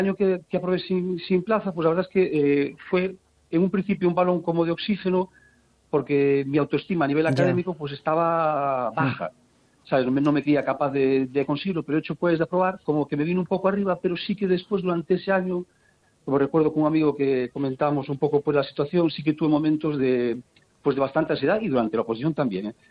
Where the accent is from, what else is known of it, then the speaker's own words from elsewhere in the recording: Lugo, Galicia, Spain; born there; Sí, yo nací en Lugo, sí, sí.